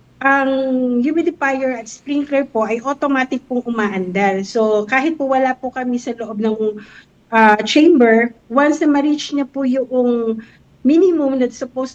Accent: Bulacan, Central Luzon, Philippines; now in Cebu, Philippines; Yes po, taga Bulacan po ako, okay before. Po. Mm-hmm. During my childhood years po, mm-hmm. to elementary ko po, sa Bulacan po ako.

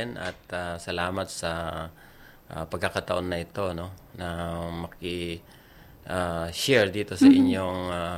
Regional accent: Pantabangan, Central Luzon, Philippines; born there; taga-Pantabangan ako. Doon ako isinilang.

